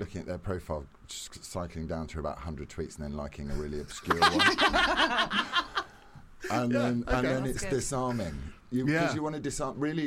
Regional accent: Middlesbrough, North East England, United Kingdom; accent: Geordie; No, I'm from Geordie. I'm from Middlesbrough.

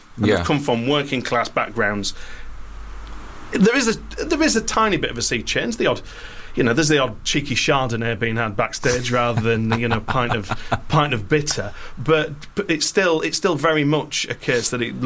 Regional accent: Yorkshire and the Humber, United Kingdom; born there; as a Yorkshireman, my dad was a Geordie, I was born in Yorkshire.

